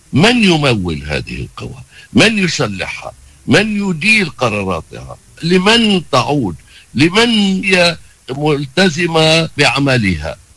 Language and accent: Arabic; Lebanon; now in Texas, United States; كلبنانيين أينما كنا في العالم